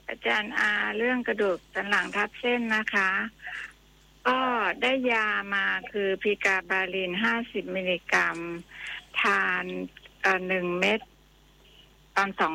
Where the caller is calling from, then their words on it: Bangkok, Thailand; กรุงเทพค่ะ